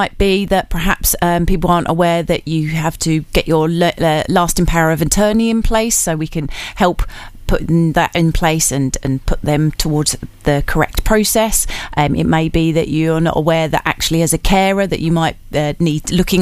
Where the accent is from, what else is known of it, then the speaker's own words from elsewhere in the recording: Braintree, East of England, United Kingdom; now in Chelmsford, United Kingdom; So I was born and bred in Braintree for all my sins, and then moved over into Chelmsford.